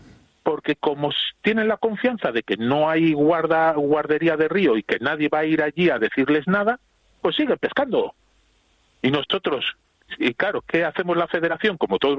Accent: Bilbao, Basque Country, Spain; Yo soy de Bilbao, y orgulloso de ser de Vizcaya.

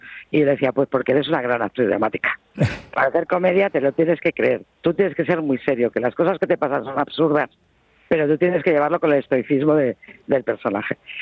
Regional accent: Spain; Somos así los españoles.

